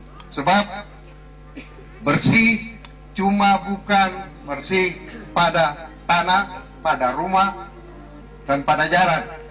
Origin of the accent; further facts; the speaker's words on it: Soya, Maluku, Indonesia; sebagai orang Soya yang mempunyai satu kebiasaan adat yang sudah diturunkan oleh leluhur